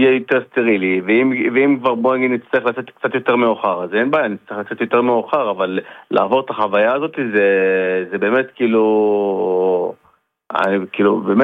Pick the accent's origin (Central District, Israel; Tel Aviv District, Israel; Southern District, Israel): Central District, Israel; Netanya; born there; אני גדלתי והתחנכתי בנתניה, כאילו מכיתה זין עד כיתה י' ב'